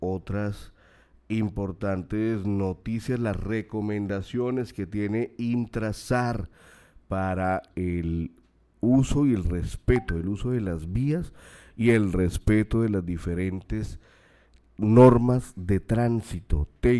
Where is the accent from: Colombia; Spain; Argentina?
Colombia; Arauquita, Arauca; nos una como arauquiteños, como colombianos